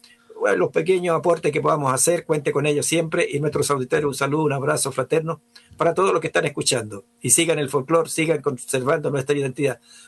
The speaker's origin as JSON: {"language": "Spanish", "country": "Chile", "said": "nos reconoceremos como chilenos."}